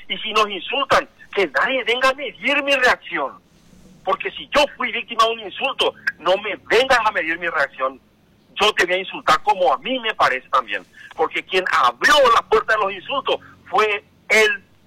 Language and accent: Spanish; Paraguay